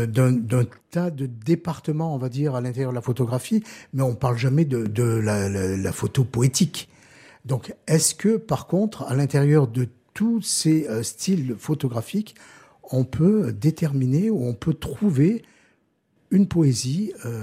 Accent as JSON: {"language": "French", "town": "Gap", "region": "Provence-Alpes-Côte d'Azur", "country": "France", "tie": "born or raised there", "said": "sur les Hautes-Alpes, oui, je suis né à Gap, et donc je suis toujours resté à Gap, même si j'ai beaucoup voyagé."}